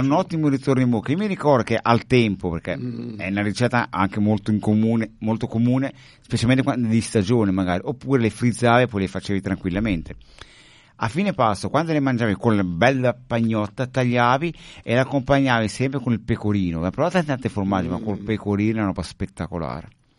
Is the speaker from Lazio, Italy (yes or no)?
no; Emilia-Romagna, Italy; vengo da una zona dove siamo battezzati col parmigiano reggiano